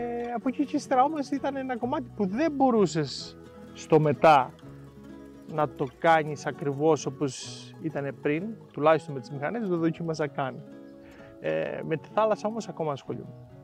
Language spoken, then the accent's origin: Greek; Galia, Crete, Greece; Και εγώ είμαι χαρούμενος που είστε στο χωριό μου, που σας φιλοξενώ σήμερα σε ένα, νομίζω, πολύ όμορφο χωριό του Δήμου Φεστού